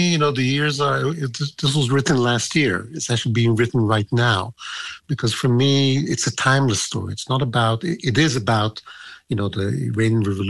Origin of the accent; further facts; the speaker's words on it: Israel; also born or lived in Brazil; I went to an American high school. Imagine 1968, Brazil is a dictatorship. I'm from Israel, you know, just a year after the Six-Day War.